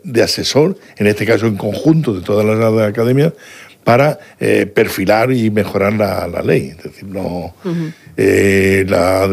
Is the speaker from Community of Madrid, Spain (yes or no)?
no; Jumilla, Region of Murcia, Spain; Yo, que soy de Jumilla